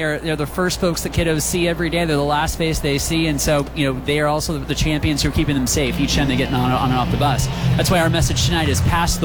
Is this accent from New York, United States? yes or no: no; Ohio, United States; I grew up in Ohio, so a Reds fan.